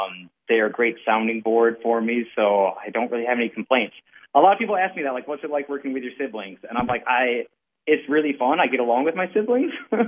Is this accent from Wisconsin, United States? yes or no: yes; La Crosse, Wisconsin, United States; I mean, so I grew up in La Crosse, and I grew up coming to this theater.